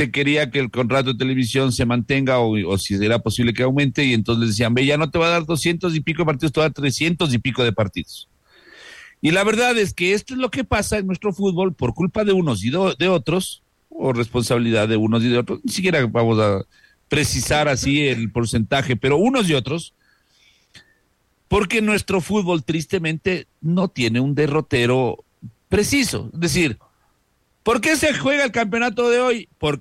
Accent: Ecuador

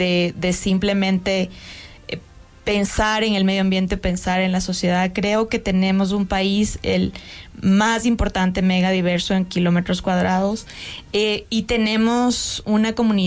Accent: Ecuador; tenemos que partir de sentirnos orgullosos que somos ecuatorianos

